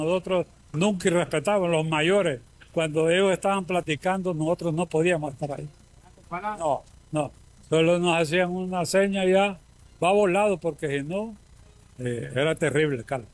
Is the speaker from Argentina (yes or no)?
no; Honduras; Nosotros somos nativos del Valle Arriba, del lugar de San Lorenzo, y nosotros ahora incluso tenemos miedo de vivir ahí en nuestros lugares